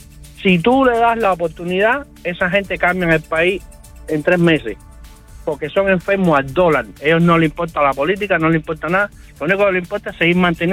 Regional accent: Cuba; como cubano que soy, pienso que Estados Unidos no va a hacer absolutamente nada

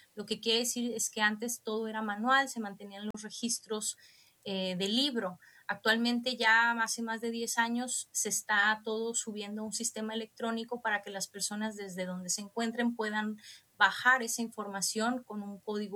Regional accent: Baja California, Mexico; Mis padres son de Michoacán. Ah. Y yo crecí y estudié en Baja California.

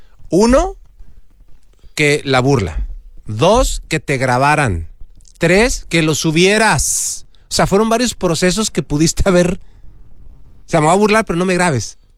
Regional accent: Mexico; Nosotros somos mexicanos

